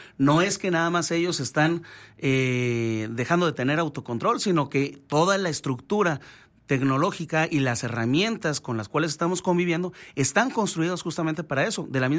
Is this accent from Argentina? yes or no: no; Camargo, Mexico; con todo el cariño que tiene un camarguense hacia los muchos camarguenses